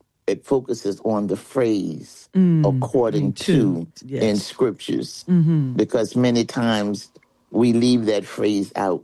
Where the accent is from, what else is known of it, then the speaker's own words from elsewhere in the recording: Palmyra, Virginia, United States; now in Philadelphia, United States; I hail from Palmyra, Virginia.